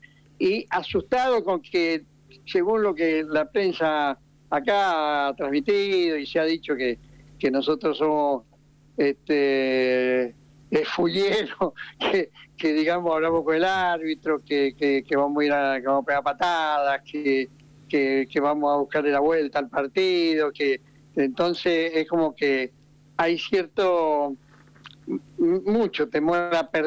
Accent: Argentina; now in Madrid, Spain; somos muy argentinos

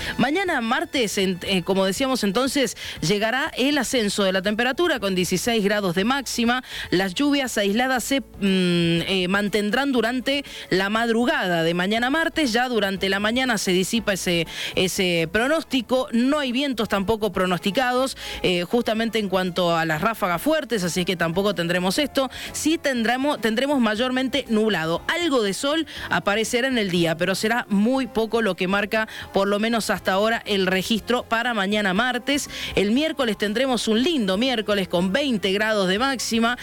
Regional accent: Argentina

